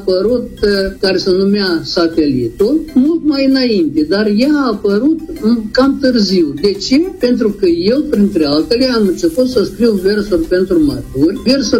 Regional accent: Cenușa, Florești District, Moldova; eu din satul meu Cenușa am trecut la școala din orășelul Leninsk, Ghindești astăzi, la școala mică.

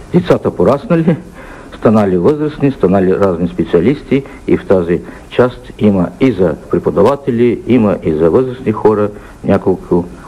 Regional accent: Artsyz district, Odesa Oblast, Ukraine; now in Chișinău, Moldova; в моя район, где съм се родил, град Арцис.

